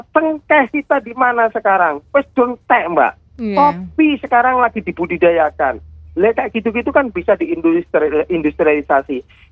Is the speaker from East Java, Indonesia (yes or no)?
no; Central Java, Indonesia; tanah kita Jawa Tengah ini ya